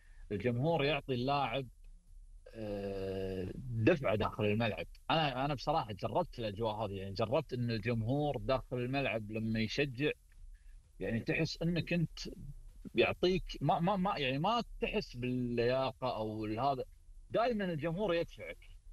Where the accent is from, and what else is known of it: Kuwait